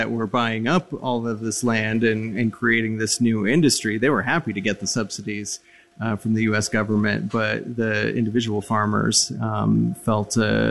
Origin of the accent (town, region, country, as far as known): Mason City, Iowa, United States; born or raised there; moved away